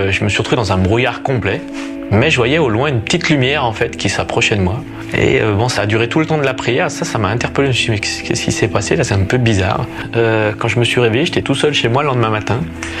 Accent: France; now in Switzerland; m'appelle … je suis français, je vis en Suisse. Je suis issu d'une famille catholique pratiquante.

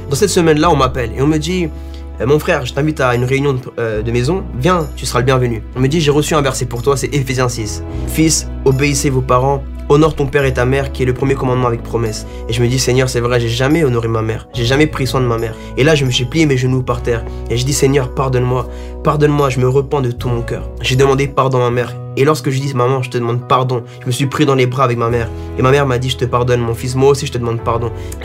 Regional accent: Paris, Île-de-France, France; born or raised there

